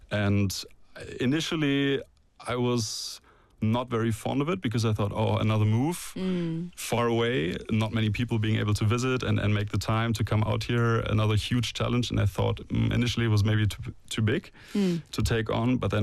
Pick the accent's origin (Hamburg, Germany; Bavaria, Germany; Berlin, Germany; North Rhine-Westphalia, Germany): Hamburg, Germany; it felt right after 8 years to move back to Hamburg, my hometown, and really get my career started